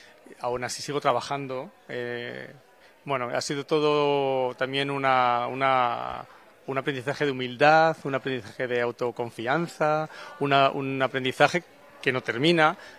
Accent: Madrid, Community of Madrid, Spain; bueno, yo efectivamente, como bien tú dices, vengo de Madrid, y Madrid no deja de ser, como toda gran ciudad, pues una urbe muy estresante

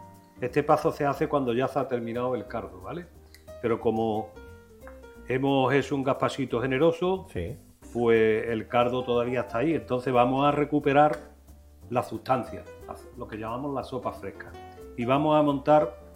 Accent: Jerez, Spain; Mi pueblo se ha portado muy bien conmigo siempre.

